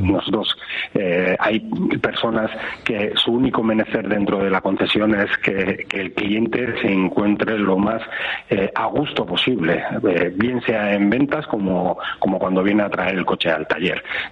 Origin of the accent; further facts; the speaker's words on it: Basque Country, Spain; el personal que lidera el proyecto, partiendo de mí y del resto del personal, somos todos de Euskadi.